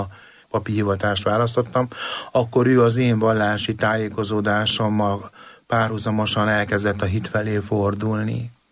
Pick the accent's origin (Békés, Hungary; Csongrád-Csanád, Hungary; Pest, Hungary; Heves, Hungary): Heves, Hungary; Domoszló; also born or lived in Gyöngyös; Mátra vidéki gyerek vagyok, Gyöngyösen születtem, és a Gyöngyöshöz közeli Domoszló nevű falucskában voltam gyerek, és ott nőttem föl.